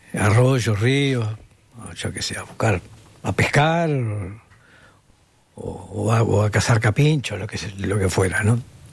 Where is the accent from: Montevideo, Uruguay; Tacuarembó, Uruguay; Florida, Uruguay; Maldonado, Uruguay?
Florida, Uruguay; born there; yo soy nacido en Florida.